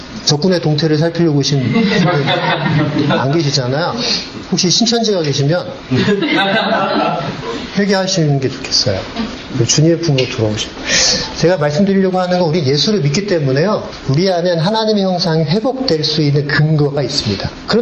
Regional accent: South Korea; 제가 한국 사람이니까 그게 느껴져요.

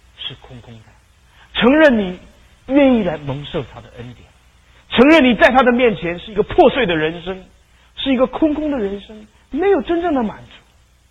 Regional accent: China; 我讲的跟中国人讲懒惰是干什么呢？我们中国人很少懒惰的。

